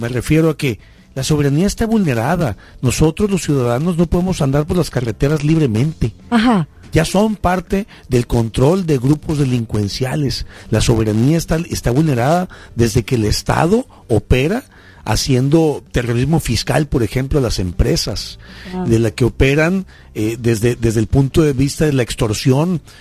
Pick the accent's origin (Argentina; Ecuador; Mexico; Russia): Mexico; Yo digo que me siento como mexicano vulnerable.